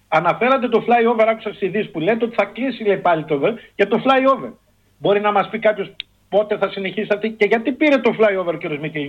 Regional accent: Florina, Western Macedonia, Greece; also born or lived in Froni; Επειδή εγώ γεννήθηκα και μεγάλο στη Φλόρινα

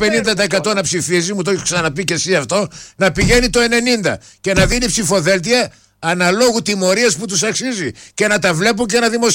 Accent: Greece

